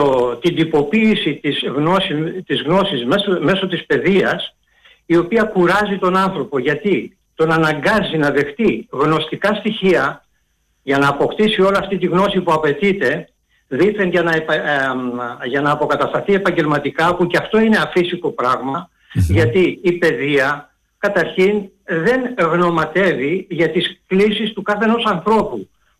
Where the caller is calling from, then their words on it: Piraeus, Attica, Greece; από Πειραιά, από Καμίνια.